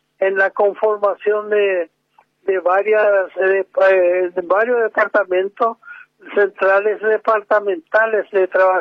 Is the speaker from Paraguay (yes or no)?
yes; Paraguay